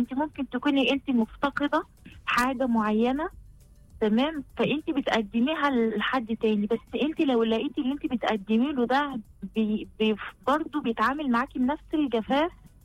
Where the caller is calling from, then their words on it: Kafr El Sheikh Governorate, Egypt; انا من محافظه كفر الشيخ